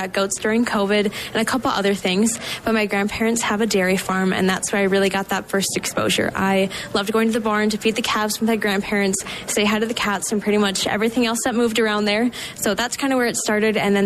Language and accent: English; Port Washington, Wisconsin, United States; also born or lived in South Dakota; I grew up in Wisconsin